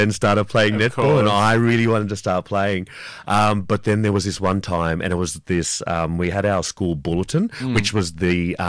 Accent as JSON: {"language": "English", "town": "Brewarrina", "region": "New South Wales", "country": "Australia", "tie": "born or raised there", "moved": "as an adult", "said": "born and bred in Bree."}